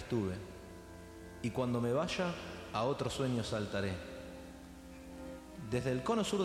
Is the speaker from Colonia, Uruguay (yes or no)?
no; Montevideo, Uruguay; born there; montevideano de nacimiento